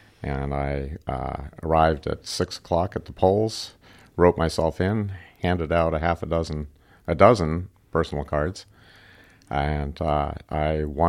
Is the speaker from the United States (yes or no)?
yes; New Hampshire, United States; born there; also born or lived in Ethiopia / North Carolina / Rockville, Maryland; I was born in New Hampshire, and I took a circuitous route to come back to New England, but felt like I arrived home when I got here by Ethiopia, North Carolina, Rockville, Maryland, just outside of D.C.